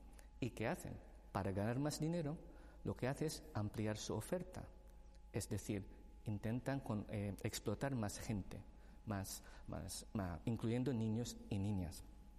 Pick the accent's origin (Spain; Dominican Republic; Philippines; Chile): Philippines; Spanish is a second language; perdonad mi acento, porque el castellano no es mi lengua materna, ¿no?